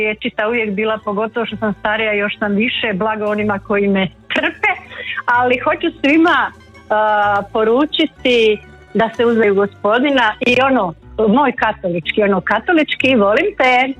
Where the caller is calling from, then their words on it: Kloštar Ivanić, Zagreb County, Croatia; Iz Kloštra sam Ivanića